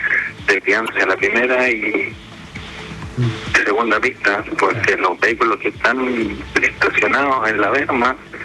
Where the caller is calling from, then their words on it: Santiago, Santiago Metropolitan Region, Chile; Mira, de Santiago.